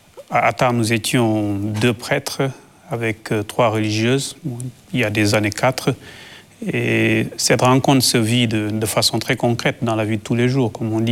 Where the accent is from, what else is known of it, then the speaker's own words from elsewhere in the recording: Senegal; moved away as an adult; now in Mauritania; en tant que Sénégalais